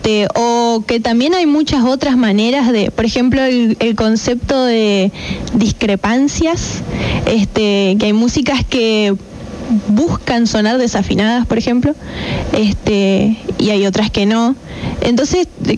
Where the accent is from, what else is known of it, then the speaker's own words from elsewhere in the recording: María Grande, Entre Ríos, Argentina; moved away as an adult; now in Paraná, Argentina; Nacida y criada en María Grande.